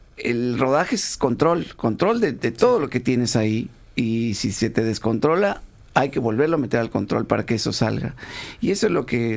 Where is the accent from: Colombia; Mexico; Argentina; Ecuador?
Mexico; moved away; Yo soy mexicano